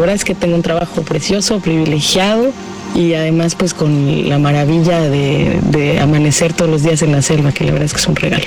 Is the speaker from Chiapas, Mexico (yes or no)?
yes; Chiapas, Mexico; born there; No, fíjate que yo nací en Chiapas, de ahí mi gran amor por la naturaleza, pero el trabajo me trajo acá.